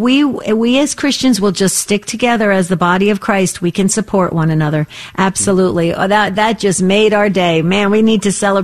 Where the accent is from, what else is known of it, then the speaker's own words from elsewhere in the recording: New Jersey, United States; now in Arizona, United States; I grew up in New Jersey, and it's, you know, it's the Garden State, so it's beautiful, lush, just rolling hills, just gorgeous. And I miss that very much